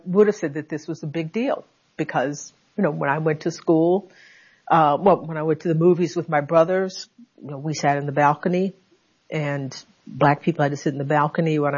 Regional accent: Conroe, Texas, United States; In that Gordon Reed Elementary School in my hometown. Yes. In Conroe, Texas. Yeah, Conroe, Texas.

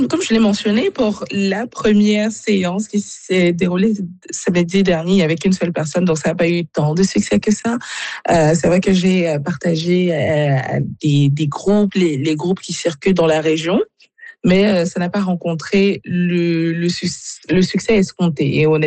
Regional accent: Cameroon; Donc, moi, je suis originaire du Cameroun, ce qui fait que parfois, on écoutait des sonorités camerounaises.

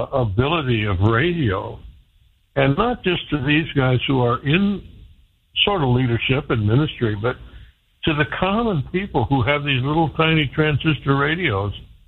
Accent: Chicago, Illinois, United States; where are you from, and so I just said, you know, generic, Chicago.

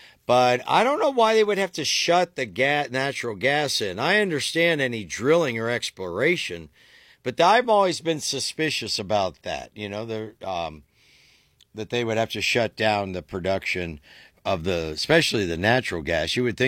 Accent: United States; we're American.

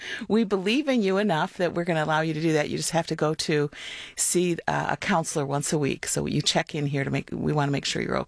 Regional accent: Redford, Michigan, United States; I was raised in Redford, just 2 miles outside of the city of Detroit. My mom and dad were working class people.

